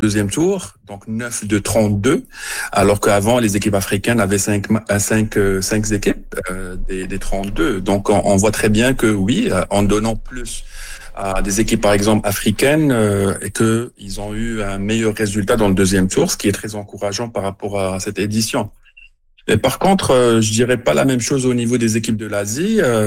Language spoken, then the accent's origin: French; Morocco; d'où mon origine, je suis marocain